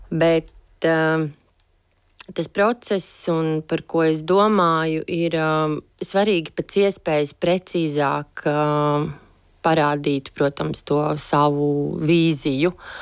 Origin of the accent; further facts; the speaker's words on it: Riga, Latvia; pārsvarā es savu bērnību pavadīju Rīgas pirmajā slimnīcā, jo abi mani vecāki ir ķirurgi.